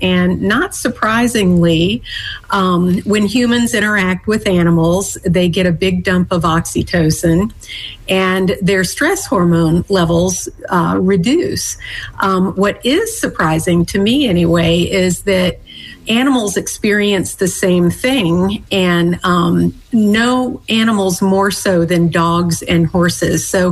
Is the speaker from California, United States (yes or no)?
no; Bowling Green, Kentucky, United States; I had friends in the neighborhood with horses, and I grew up in Bowling Green, Kentucky, and it was relatively inexpensive to have horses there.